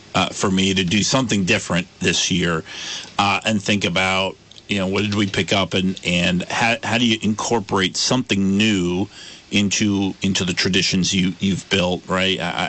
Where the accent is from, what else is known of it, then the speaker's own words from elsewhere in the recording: Brandon, Vermont, United States; I mean, again, I grew up in Brandon, Vermont, and I've been really, I feel like when I was growing up in Brandon, I didn't hear anything about Davenport.